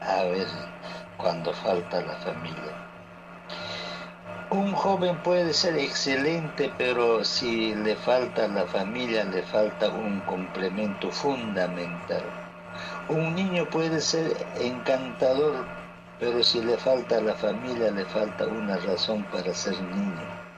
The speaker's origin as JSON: {"language": "Spanish", "town": "Acomayo", "region": "Cusco", "country": "Peru", "said": "la Municipalidad Provincial de Acomayo, mi tierra, está anunciando una feria agropecuaria comercial el día miércoles 26 de agosto."}